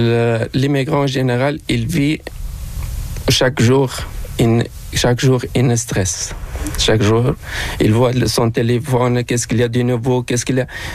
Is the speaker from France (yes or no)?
no; Tunisia; moved away as an adult; now in Quebec, Canada; ma femme, elle a resté pendant un an chez nous, à Tunisie